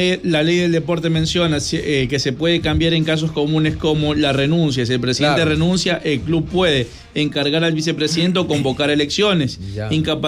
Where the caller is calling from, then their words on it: San Alejo, La Unión, El Salvador; soy de San Alejo